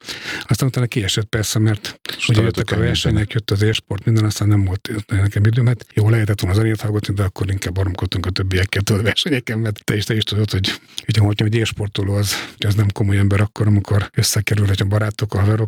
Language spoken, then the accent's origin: Hungarian; Miskolc, Borsod-Abaúj-Zemplén, Hungary; moved away as an adult; ott kezdtem meg minden, meg csak ott nőttem fel, ott éltem 20 éves koromig